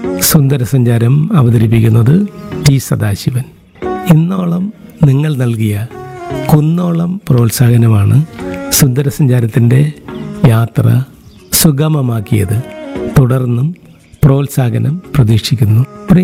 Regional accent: Kerala, India; ഞങ്ങൾ മലയാളികളാണെന്ന്

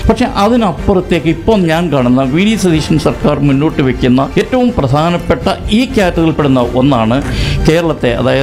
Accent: Kerala, India; ഞാൻ ഒരു ഇന്ത്യക്കാരനാണ്. അപ്പോൾ കേരളവും ഗോവയും ഒക്കെ തന്നെ എൻ്റെ നാട് തന്നെയാണ്.

